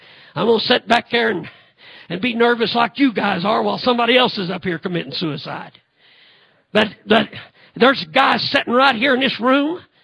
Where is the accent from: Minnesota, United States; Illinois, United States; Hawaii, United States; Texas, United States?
Illinois, United States; they must have found out I was from Illinois.